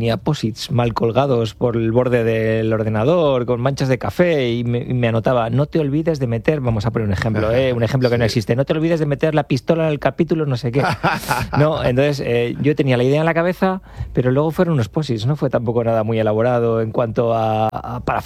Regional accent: La Rioja, Spain; also born or lived in Zaragoza; now in San Sebastián, Spain; Soy riojano, trabajaba, ejercía en Zaragoza, pero llevo 5 años en San Sebastián.

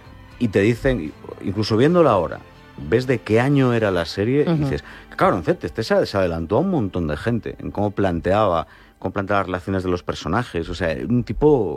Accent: Ribadeo, Galicia, Spain; en mi tierra, en Ribadeo

